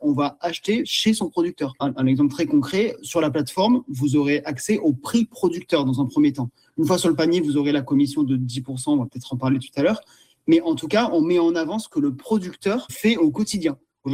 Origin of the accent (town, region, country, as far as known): Provence-Alpes-Côte d'Azur, France